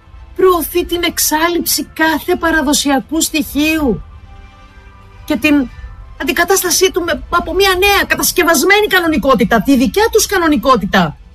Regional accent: Greece; born there; είμαι Ελληνίδα, πατριώτισα, που σέβεται την παράδοσή της, τα ήθη, τα έθιμα και τις αξίες της, που τιμά τη χώρα που τη γέννησε και το χριστιανισμό, και δεν είμαι μειονότητα στη χώρα μου

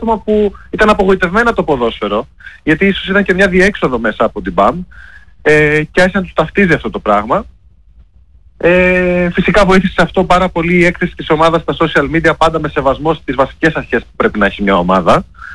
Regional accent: Kavala, Eastern Macedonia and Thrace, Greece; moved away; κατάγομαι από την Καβάλα και ήμουνα στη φάση του να μείνω να φύγω από την Καβάλα.

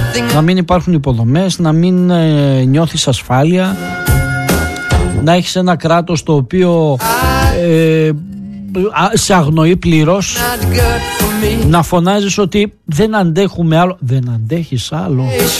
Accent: Greece; Λυπάμαι πραγματικά για τον τόπο μου, ειλικρινά, λυπάμαι για τον τόπο μου.

